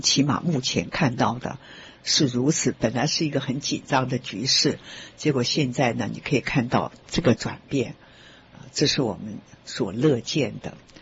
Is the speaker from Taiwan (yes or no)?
yes; Taiwan; moved away as an adult; now in United States; 我说我是台湾人也是中国人，我出生在台湾，但是我的祖籍是，我记得我们小时候写的身份证写的就是河北啊这样子